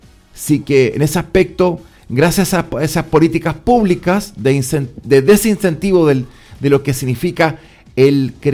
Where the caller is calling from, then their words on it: Chile; siendo chileno